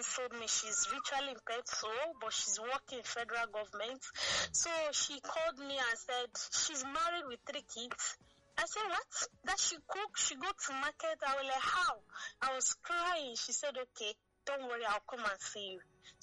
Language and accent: English; Lagos, Nigeria; also born or lived in Imo State, Nigeria; I'm from Imo State. I'm visually impaired, I am not seen as in visually impaired, but I do business, and I stay out and brought up in Lagos.